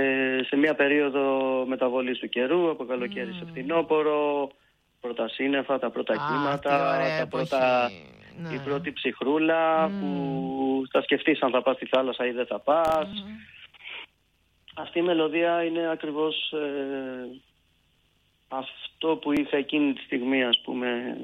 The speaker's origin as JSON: {"language": "Greek", "region": "Crete", "country": "Greece", "moved": "yes", "lives_now": "Athens, Greece", "said": "όταν ανεβαίνω Θεσσαλονίκη και μου λένε από πού είσαι, λέω Αθήνα, μένω, μα από πού είσαι, είμαι από την Κρήτη"}